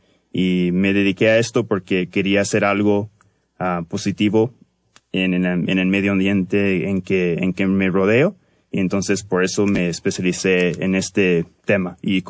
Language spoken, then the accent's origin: Spanish; Canada; soy de Canadá, pero mis padres son latinos, entonces soy parte de la diáspora latina.